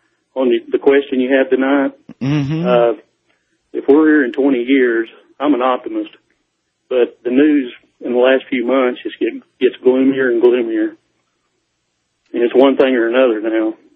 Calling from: Arkansas, United States; from Arkansas.

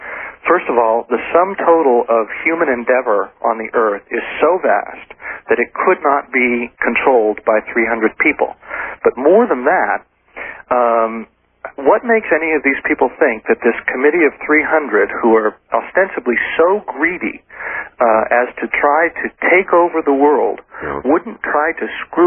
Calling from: Ofterschwang, Bavaria, Germany; From Aufteschwang in Germany, which is very near the Austrian border.

